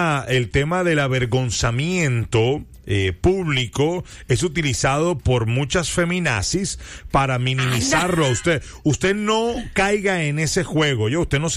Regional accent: Colombia; also born or lived in Bogotá; now in United States; O sea, cuando yo viví en Bogotá, yo respetaba que yo vivía en otra ciudad. Soy colombiano, pero yo respeto que tiene sus costumbres, sus vainas.

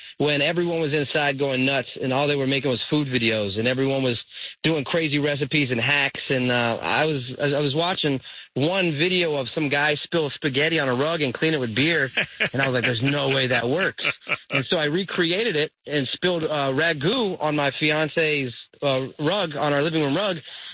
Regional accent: Tampa, Florida, United States; I'm from Tampa, like I said, and the team I watched before they had the Rays was the Yankees

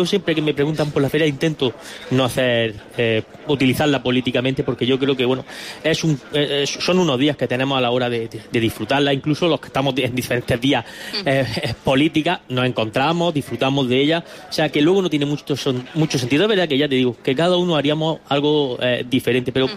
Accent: Cuevas, Andalusia, Spain; also born or lived in Adra; Yo soy de Cuevas, pero he estado un tiempo viviendo en Adra.

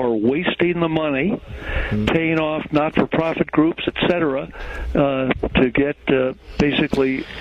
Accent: New City, New York, United States; I'm originally from Rockland County in New City.

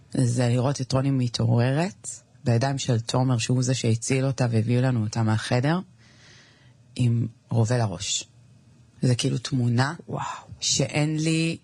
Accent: Southern District, Israel; אני דרומית.

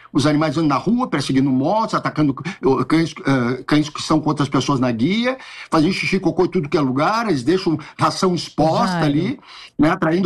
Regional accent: Porto Alegre, Rio Grande do Sul, Brazil; Eu sou de Porto Alegre, eu lembro de estar em debates na televisão lá e rádio com políticos

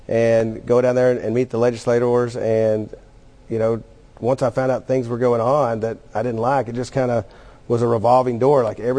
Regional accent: Cecil, Arkansas, United States; I'm from Cecil, Arkansas. I'm a sixth generation

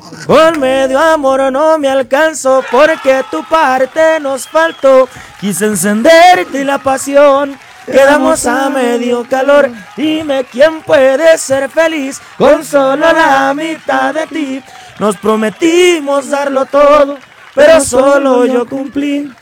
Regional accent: Mezquite Alto, Sinaloa, Mexico; Yo soy de un pueblo que se llama Mezquite Alto, ahí perteneciente a Sinaloa, Leiva.

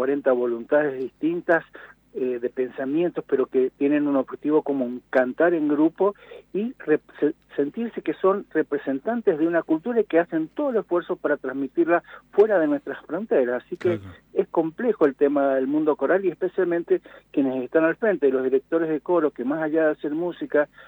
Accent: Mendoza, Argentina; born there

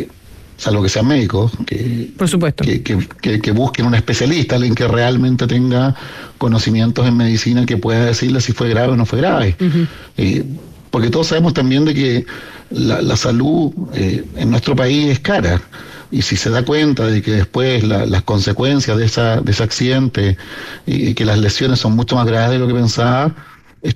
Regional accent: Punta Arenas, Magallanes and Chilean Antarctica, Chile; Yo soy de Punta Arenas.

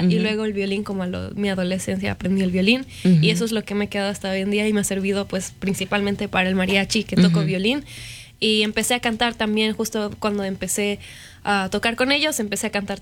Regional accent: Ecuador; moved away; soy de Ecuador, ya llevo unos 4 años aquí.

